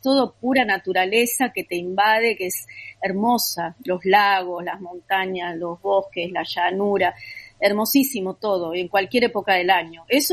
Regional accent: Argentina; moved away as an adult; now in Vienna, Austria; como argentinos, acá te va bien, ¿viste? Como latino en general.

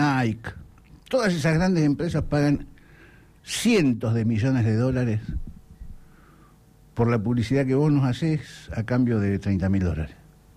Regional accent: Argentina; a los que somos malvineros y a todos los argentinos que amamos la patria

